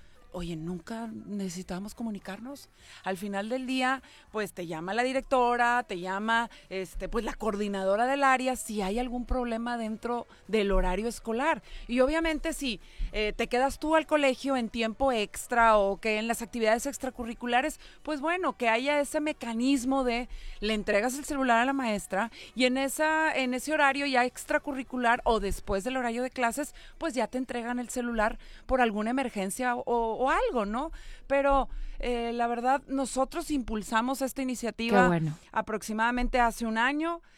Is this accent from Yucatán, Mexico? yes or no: no; Nuevo León, Mexico